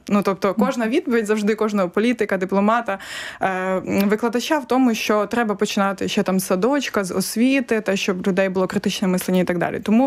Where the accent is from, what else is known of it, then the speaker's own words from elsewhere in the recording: Lutsk, Volyn Oblast, Ukraine; moved away; я з Луцька, я село Руда, звідки моя бабуся